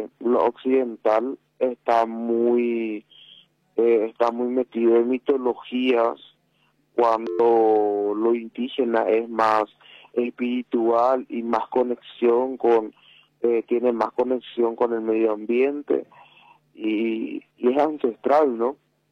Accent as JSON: {"language": "Spanish", "region": "Chaco", "country": "Paraguay", "said": "En mi pueblo, al menos en el Chaco, una religión influyó bastante en perder ese arraigo que teníamos en las costumbres"}